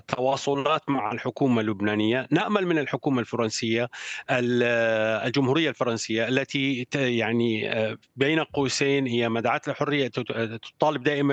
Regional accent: Syria; now in Jeddah, Saudi Arabia; مسؤوليتنا كسوريين، مسؤوليتنا كمواطنين سوريين.

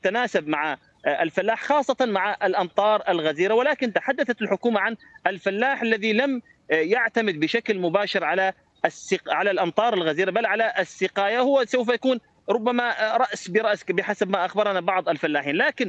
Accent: Deir ez-Zor Governorate, Syria; عندنا في دير الزور

